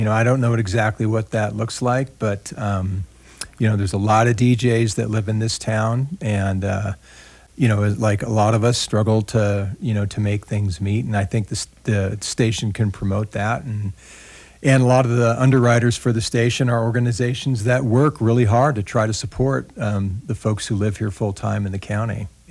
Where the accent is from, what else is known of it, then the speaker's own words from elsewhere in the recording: Huntington Beach, California, United States; I grew up in Huntington Beach, you know, Southern California